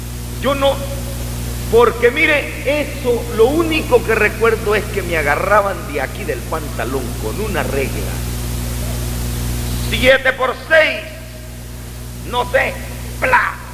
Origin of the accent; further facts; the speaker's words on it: Santa Rosa de Lima, La Unión, El Salvador; Yo nací en Santa Rosa de Lima, en el departamento de La Unión.